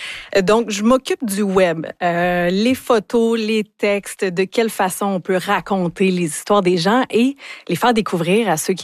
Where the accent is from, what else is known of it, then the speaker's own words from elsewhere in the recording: Val-d'Or, Quebec, Canada; born there; Je suis née à Val-d'Or.